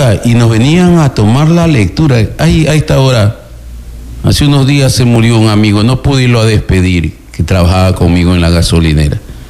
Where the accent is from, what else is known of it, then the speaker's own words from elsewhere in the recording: Manabí, Ecuador; moved away; yo soy de Juntas del Pacífico, y lo digo sin ningún empacho. Y lo reconozco. Yo siempre añoro mi tierra y voy.